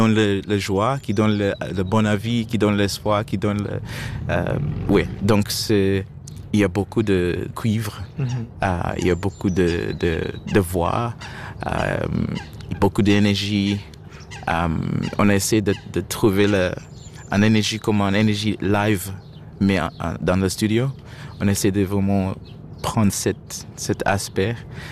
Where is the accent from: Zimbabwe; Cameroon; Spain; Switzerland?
Zimbabwe; first language Shona; French is a second language; c'est des paroles qui sont prises d'un proverbe dans ma langue maternelle Shona.